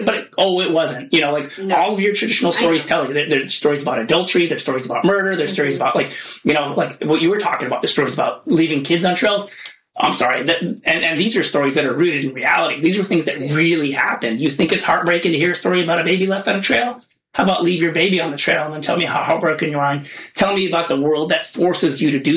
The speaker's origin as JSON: {"language": "English", "country": "United States", "said": "being an American"}